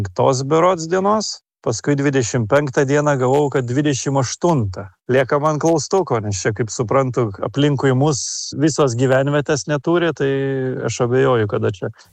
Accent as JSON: {"language": "Lithuanian", "town": "Jurkoniai", "region": "Kaunas County", "country": "Lithuania", "said": "esu iš Jonavos rajono Jurkonių kaimo."}